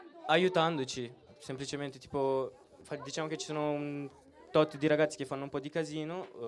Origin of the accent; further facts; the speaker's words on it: Milan, Lombardy, Italy; born there; Allora ho 13 anni, sono nato qua a Quarto Giara.